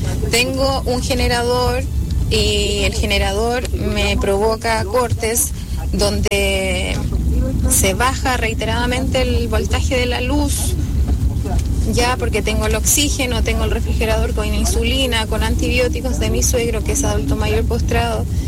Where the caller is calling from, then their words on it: Biobío, Chile; yo soy residente de Escuadrón, del Rodeo, ya de asentamiento Escuadrón